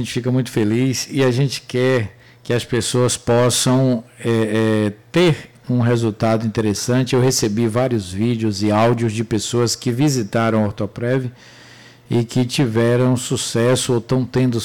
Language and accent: Portuguese; Brazil; que eu sou brasileiro.